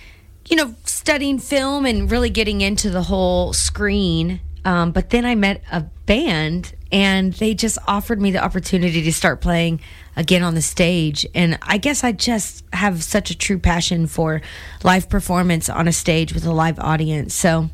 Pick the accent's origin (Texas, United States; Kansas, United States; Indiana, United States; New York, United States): Kansas, United States; Wichita; So I actually, you know, I'm originally from Wichita. And so I did a lot of local theater there